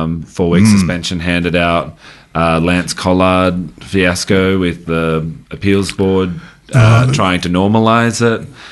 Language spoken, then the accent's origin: English; Victoria, Australia; I grew up in the Mallee